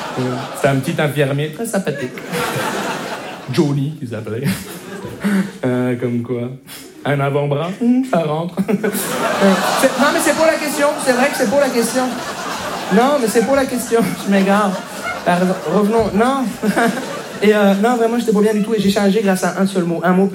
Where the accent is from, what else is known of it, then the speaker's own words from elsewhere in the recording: Montreal, Quebec, Canada; Bonjour, je me présente … je viens de Montréal.